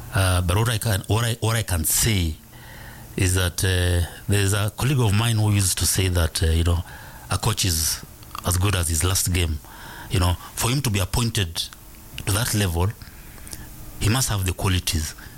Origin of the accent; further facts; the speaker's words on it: Kenya; I'm a Kenyan, you know.